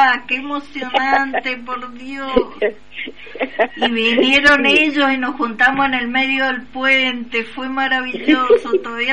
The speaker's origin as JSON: {"language": "Spanish", "region": "Mendoza", "country": "Argentina", "said": "no somos solo los mendocinos los que defendemos a la Pachamama y al agua"}